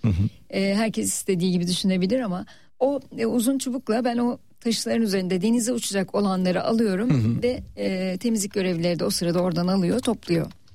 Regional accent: Ankara, Turkey; Ankara Yeni Mahalle'de doğup büyüdüm. Şu an belediye binası olan binanın tam karşısındaki binada doğup büyüdüm ben.

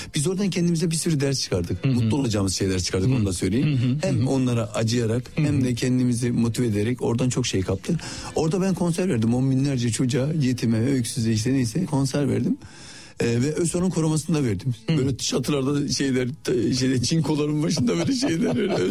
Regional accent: Adana, Turkey; Canım Adana'nın ben Varoş mahallesinde işte gettosu, Koca Vezir denilen bir yerdir. Hani böyle orada yetiştim.

